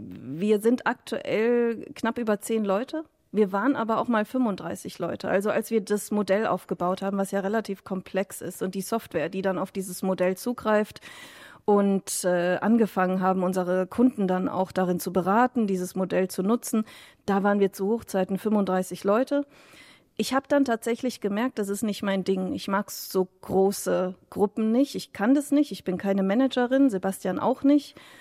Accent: Baden-Baden, Baden-Württemberg, Germany; moved away as an adult; also born or lived in Osnabrück; Ich bin in Baden-Baden aufgewachsen. Das ist wirklich eine Art goldener Käfig

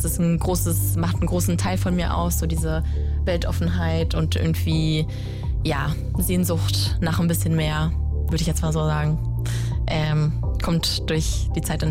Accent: Berlin, Germany; Und Peter Fuchs, also musste ich aussuchen als Berlinerin.

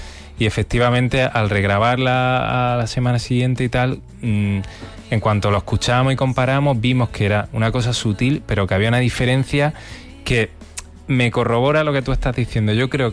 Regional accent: Andalusia, Spain; also born or lived in Almería / Granada; Yo soy medio almeriense granaíno, y la familia de mi padre vive en Almería.

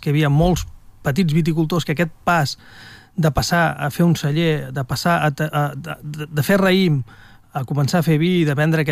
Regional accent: Catalonia, Spain; som catalans

